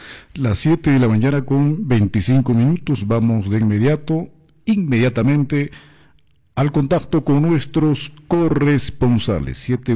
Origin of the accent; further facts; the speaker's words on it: Peru; como chumbivilcana, como cusqueña, como sureña, como peruana